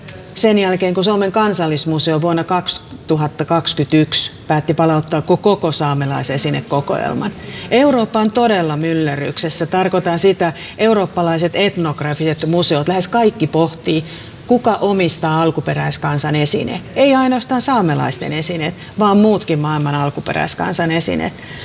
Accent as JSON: {"language": "Finnish", "area": "Teno River valley", "region": "Lapland", "country": "Finland", "said": "itse kun tulen Tenojokilaaksosta"}